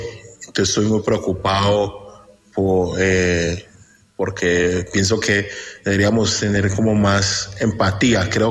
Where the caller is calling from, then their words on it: Medellín, Antioquia, Colombia; yo soy acá en Medellín.